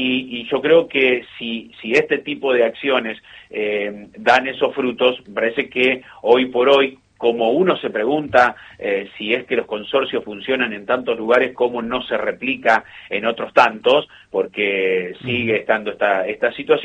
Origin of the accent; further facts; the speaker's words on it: Buenos Aires Province, Argentina; born there; moved away; voy para mi pueblo, que en el partido de Lincoln